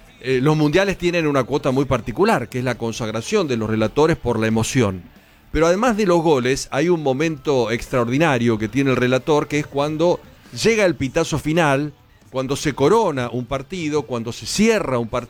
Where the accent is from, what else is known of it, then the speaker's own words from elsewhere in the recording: Argentina; somos argentinos